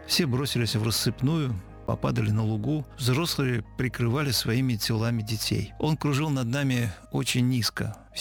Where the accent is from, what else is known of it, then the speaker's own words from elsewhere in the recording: Voronezh, Voronezh Oblast, Russia; Я родилась в Воронеже в 1937 году. Наша семья – папа Семен Григорьевич, мама Анна Михайловна, бабушка Клавдия Михайловна и я жили на левом берегу реки Воронеж в коммунальной квартире